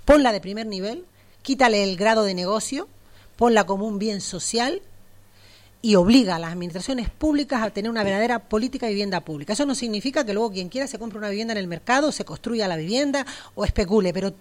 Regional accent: Telde, Canary Islands, Spain; Sí, pero es que en Ginamar, yo vengo de Telde, se están vendiendo pisos a precios desorbitados.

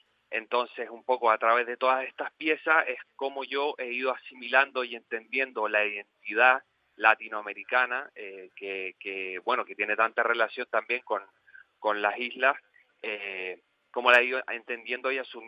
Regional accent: Chile; moved away as an adult; also born or lived in Barcelona; now in Canary Islands, Spain; Me cambié mucho de casa de pequeño cuando vivía en Chile. Mi madre trabajaba mucho, nos movíamos mucho, vivíamos siempre, bueno, de alquiler, de aquí a allá.

